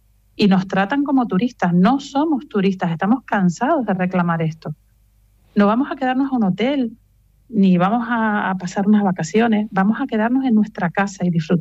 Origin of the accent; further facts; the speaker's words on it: Canary Islands, Spain; now in Spain (mainland); Aquí somos muchos los canarios que vivimos en Península por numerosas razones, por trabajo, por matrimonio, por estudio.